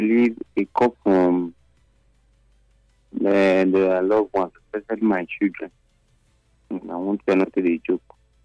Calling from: Ogida, Edo, Nigeria

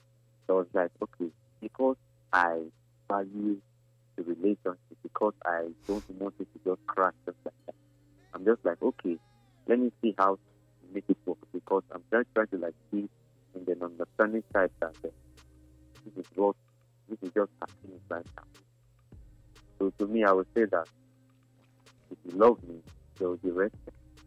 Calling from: Abuja, Federal Capital Territory, Nigeria; I'm calling from Silokoro, Abuja.

